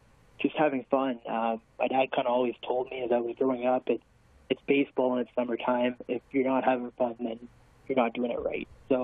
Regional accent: LaSalle, Ontario, Canada; also born or lived in Iowa / Livonia, Michigan; I grew up in the LaSalle, Amherstburg area.

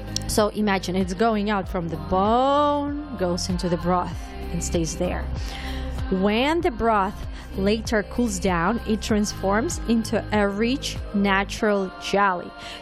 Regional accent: Ukraine; first language Ukrainian; English is a second language; moved away; English is not my first language, but I'm trying my the best. So yeah, my first language is Ukrainian

